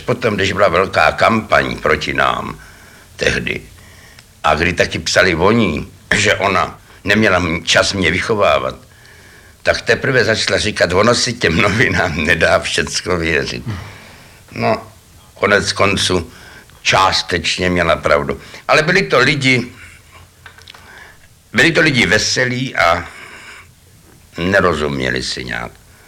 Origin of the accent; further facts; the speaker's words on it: Prague, Czechia; born there; jsem se narodil na Smíchově, no.